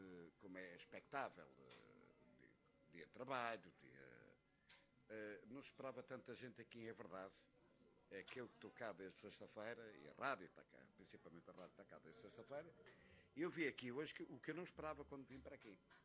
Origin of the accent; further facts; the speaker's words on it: Beira, Portugal; Somos da Beira. Somos beirões como a Rádio Copa da Beira para o mundo.